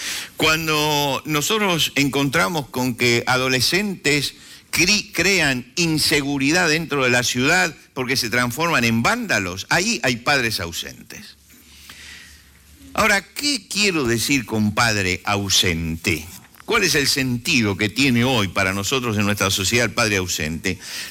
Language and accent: Spanish; Argentina